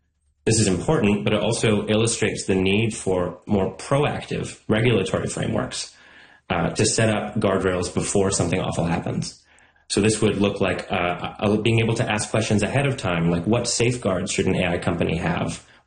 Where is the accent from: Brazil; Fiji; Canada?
Canada; As a resident of BC and as a Canadian